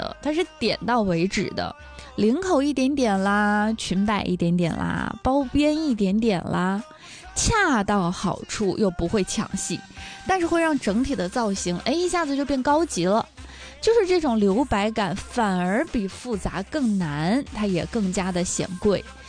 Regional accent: Northeast China, China; 就我们东北话说一打眼儿就好看

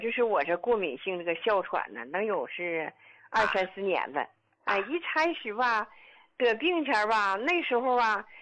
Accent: Yingkou, Liaoning, China; 我是来自辽宁，就是营口的患者。

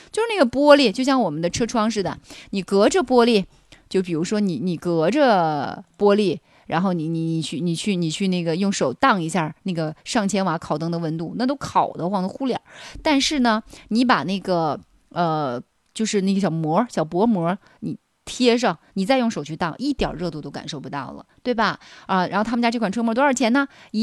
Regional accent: Heilongjiang, China; moved away as an adult; now in Panjin, China; 我一个外地人，就你看我是黑龙江人，我在盘锦生活这十几年的时间中，我感觉我已经不知不觉变成了一个盘锦通，我甚至比很多盘锦人还盘锦人。

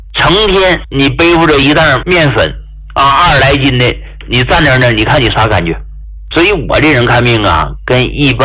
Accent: Hegang, Heilongjiang, China; 我说你看我老家呀是黑龙江鹤岗的，我说一旦发现得了大病都不治了

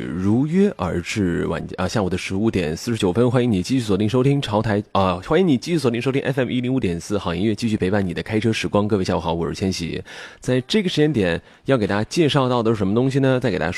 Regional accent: Jiangxi, China; 也是咱们江西人自己的购物商城。

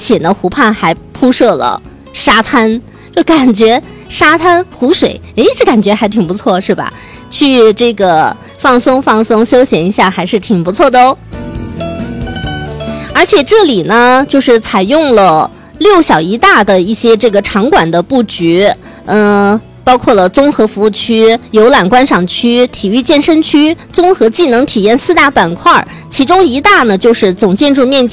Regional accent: Xinjiang, China; 我们新疆人吃烧烤喜欢用馕夹着烤肉吃

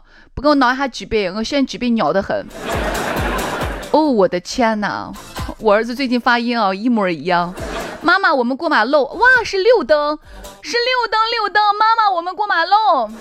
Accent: Shaanxi, China; 我们陕西方言是古代的官话

